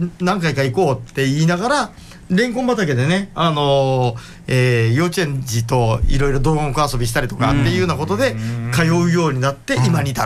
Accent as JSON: {"language": "Japanese", "region": "Saitama", "country": "Japan", "tie": "born or raised there", "said": "私埼玉です、"}